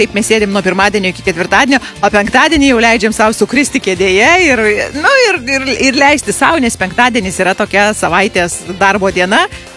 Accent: Klaipėda, Klaipėda County, Lithuania; born there; gimiau Klaipėdoje. Vaikystėje ir jaunystėje jaučiau tokią meilę begalinę muzikai.

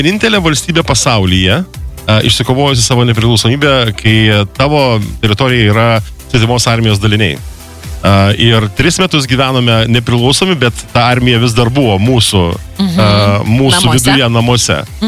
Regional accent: Panevėžys, Panevėžys County, Lithuania; Jūratė iš Plungės, aš iš Panevėžio. Jūratė tuo metu jau gyveno Klaipėdoje, aš buvau Panevėžy

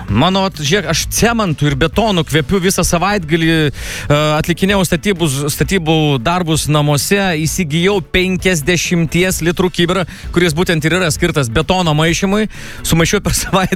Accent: Raseiniai, Kaunas County, Lithuania; aš iš Raseniškis esu

